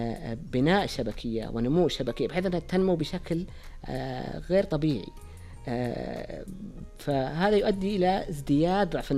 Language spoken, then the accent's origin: Arabic; Saudi Arabia; وأعتقد عندنا بالسعودية هنا